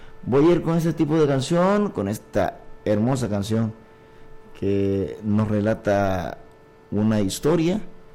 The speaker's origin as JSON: {"language": "Spanish", "country": "El Salvador", "said": "que yo soy de acá de El Salvador, pero también alquilo, mi cuarto"}